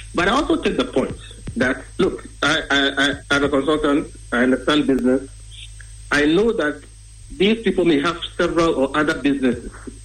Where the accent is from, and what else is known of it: Ghana